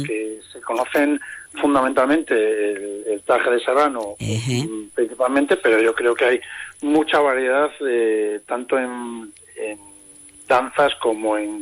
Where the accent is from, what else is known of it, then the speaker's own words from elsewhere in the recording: La Rioja, Spain; somos los riojanos en ese sentido quizá un poco tímidos